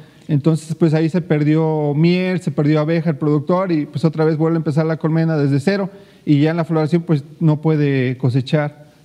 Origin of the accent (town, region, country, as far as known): Xico, Veracruz, Mexico; born or raised there; moved away as an adult; now in Dos Ríos, Emiliano Zapata, Mexico